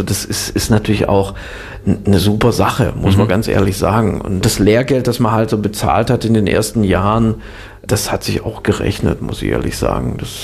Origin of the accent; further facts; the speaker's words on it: Swabia, Germany; also born or lived in Northern Germany; dann wurde ich zwar in Norddeutschland geboren, aber bin dann auch sehr schnell nach Schwaben umgezogen. Im Grunde bin ich Schwabe, also auch bis heute, man hört es jetzt nicht mehr so im Dialekt